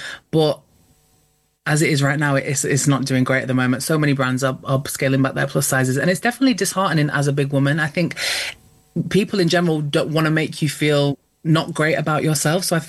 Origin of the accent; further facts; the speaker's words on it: United Kingdom; I mean, I think as British people in general